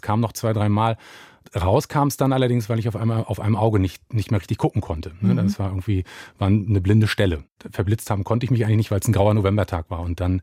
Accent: Mecklenburg-Vorpommern, Germany; born there; now in Brandenburg an der Havel, Germany; ich bin 44 Jahre alt, gebürtiger Mecklenburger, lebe in Brandenburg an der Havel

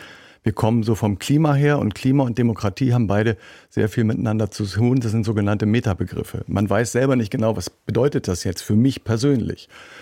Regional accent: West Germany, Germany; was für mich als Westdeutscher ein sehr großes Learning war

